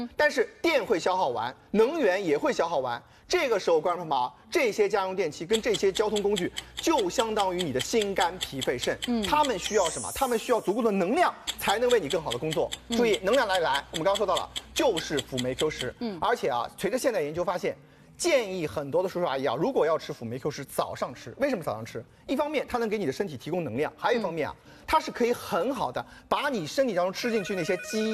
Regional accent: Shanghai, China; 我们上海人讲累，讲哪能干复杂，叫吃力。

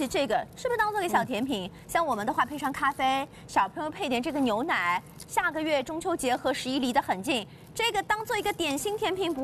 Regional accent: Shanghai, China; 我们上海人们

